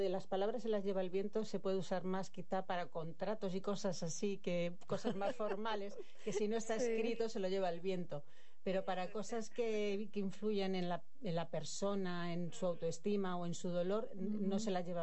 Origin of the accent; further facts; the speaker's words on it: Madrid, Community of Madrid, Spain; born there; also born or lived in Barcelona; Bueno, digamos que soy una madrileña nacida en Barcelona. Es una cosa un poco extraña.